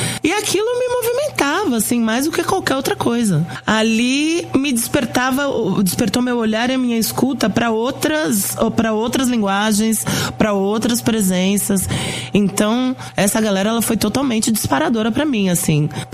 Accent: São Lourenço, Minas Gerais, Brazil; como eu cresci em São Lourenço, eu cresci em Minas.

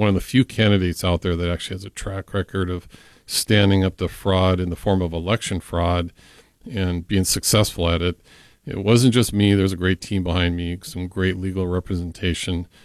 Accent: Montana, United States; moved away as an adult; also born or lived in North Dakota; I've lived in Minnesota since I've been a young adult. I grew up in Montana, North Dakota, and came to Minnesota

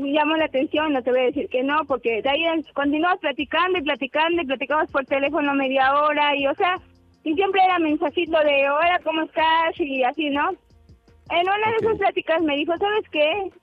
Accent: Orizaba, Veracruz, Mexico; 40 y soy de Orizaba, Veracruz.

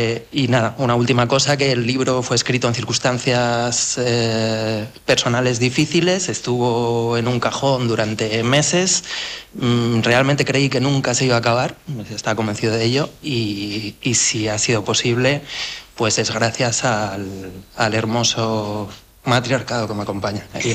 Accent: Gijón, Asturias, Spain; moved away; yo soy de Pumarín, del barrio Pumarín, aunque vivo fuera hace muchos años

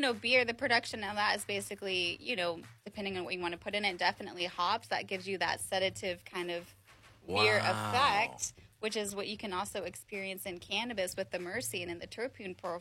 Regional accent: Montauk, New York, United States; Well, I grew up in Montauk.

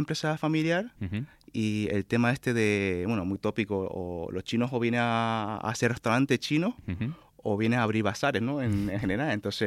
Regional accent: Canary Islands, Spain; born there; uno, quieras o no, tiene su entorno de gente aquí, uh-huh, Canarias, y ha estudiado aquí.

